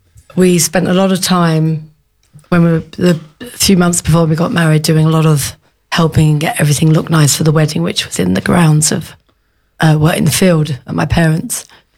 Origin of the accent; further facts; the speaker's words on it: London, United Kingdom; We grew up in London.